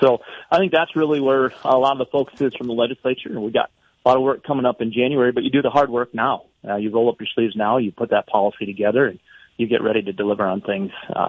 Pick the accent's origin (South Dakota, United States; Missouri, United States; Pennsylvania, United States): South Dakota, United States; Arlington; now in Madison, United States; I grew up in Arlington